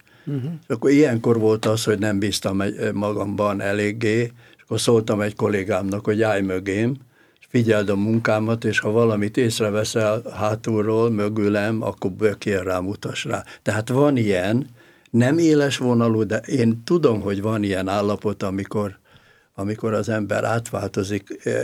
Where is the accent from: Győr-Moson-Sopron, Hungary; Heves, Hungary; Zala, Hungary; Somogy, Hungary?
Zala, Hungary; Igen, én faluhelyen nevelkedtem, mert bennünket kiraktak annak idején az illetékesek. Hortobágyon már nem volt hely, úgyhogy Göcsejbe, egy kis zsákfaluba, erdő szélére, és ott a parasztemberek világában kerültem én nagyon közel az Istenhez